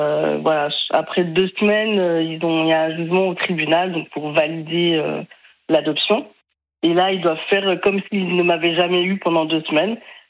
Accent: Switzerland; also born or lived in Sri Lanka; now in France; Je suis suisse, j'ai déménagé il y a 11 ans et demi à peu près en Île-de-France.

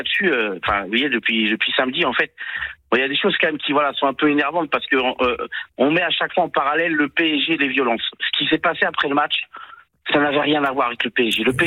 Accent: Paris, Île-de-France, France; born there; Alors, Alors, je suis expatrié de Toulouse, mais je suis parisien de naissance, bien sûr.

